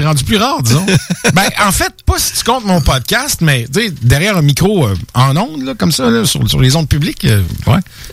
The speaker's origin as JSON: {"language": "French", "town": "Quebec City", "region": "Quebec", "country": "Canada", "tie": "born or raised there", "said": "J'ai grossi à Québec. Je suis né... C'était dans Saint-Sacrement, je pense. Oui, c'est ça. Puis ben j'ai bourlingué dans les petites paroisses de Québec jusqu'à ce que j'aboutisse à Cap-Rouge."}